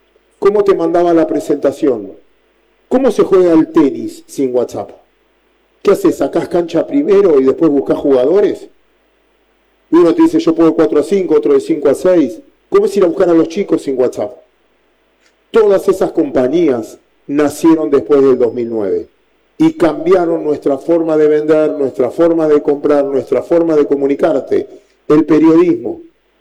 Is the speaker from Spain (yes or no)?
no; Argentina; nosotros tenemos, hablo de Argentina ahora, un presidente de malos modales